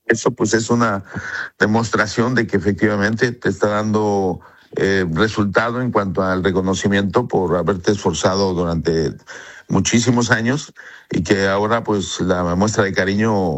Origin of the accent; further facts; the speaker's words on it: France; Y yo sí soy francés, así lo comenté con otras palabras, me hubiera deseado enfrentarme a cualquier otro equipo menos a España.